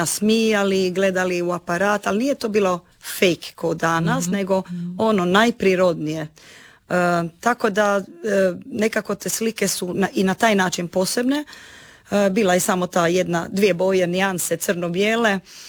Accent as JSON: {"language": "Croatian", "town": "Sveti Petar", "country": "Croatia", "said": "Sandra nije Svetog Petra pa ne zna, ja jesam"}